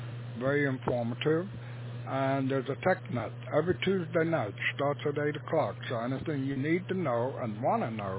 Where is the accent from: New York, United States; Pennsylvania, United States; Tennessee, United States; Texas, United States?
New York, United States; Brooklyn; moved away; also born or lived in Long Island, New York; I'm originally from New York State, Brooklyn, New York, and Long Island, New York.